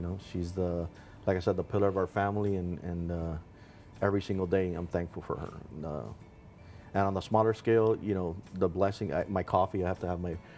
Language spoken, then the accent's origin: English; Miami, Florida, United States; Yeah, you know, we're both from Miami.